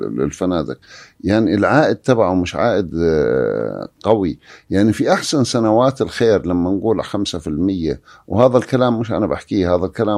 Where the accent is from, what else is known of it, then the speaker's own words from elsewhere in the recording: Jordan; احنا كأردنيين